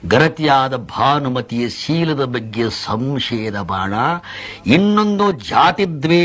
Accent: Hanumasagar, Karnataka, India; born there; ನಂದು ಹುಟ್ಟಿದ ಸ್ಥಳ ರಾಯಚೂರು ಡಿಸ್ಟ್ರಿಕ್ಟ್ ಕುಷ್ಟಗಿ ತಾಲೂಕು ಹನುಮಸಾಗರ ಅಂತ.

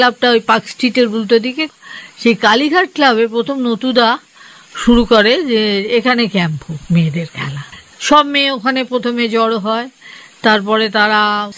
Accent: Kolkata, West Bengal, India; আমি, সবাই কিন্তু কলকাতার মেয়ে।

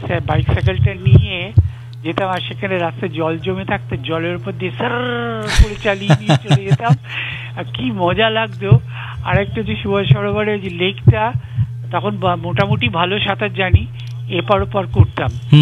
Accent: Kolkata, West Bengal, India; তখন আমরা বেলেঘাটা থাকতাম

